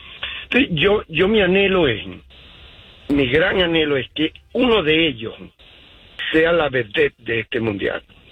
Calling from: Utah, United States

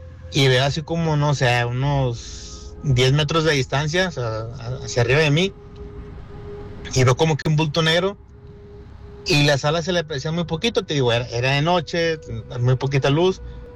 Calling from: Guadalupe, Nuevo León, Mexico; yo vivo en Guadalupe.

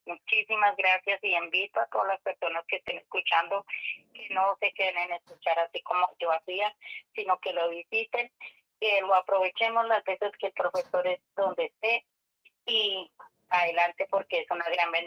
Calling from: Doradal, Antioquia, Colombia; por acá de Doradal, Antioquia.

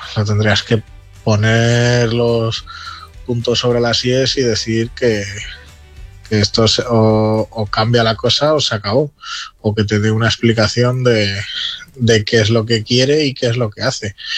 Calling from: Palencia, Castile and León, Spain; somos Alde de Palencia

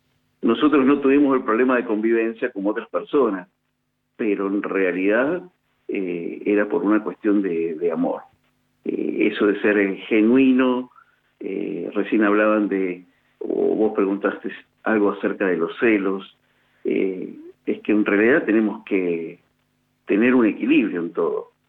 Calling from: Mendoza, Argentina; soy … de Mendoza.

